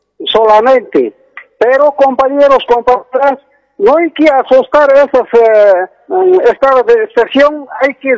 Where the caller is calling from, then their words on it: Bolivia; soy de Tinteneño.